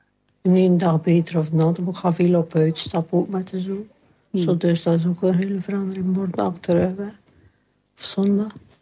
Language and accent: Dutch; Oudenburg, West Flanders, Belgium; also born or lived in Westkerke; Ja, ik ben van Oudenburg.